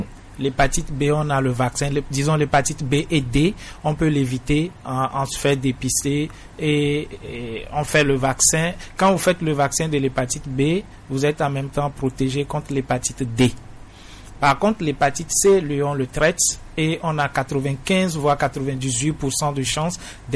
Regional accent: Togo; chez nous au Togo

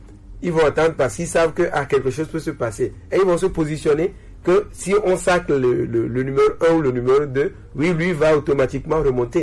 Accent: Togo; Les Togolais ne sont pas solidaires. Nous, Togolais, nous ne sommes pas vraiment solidaires.

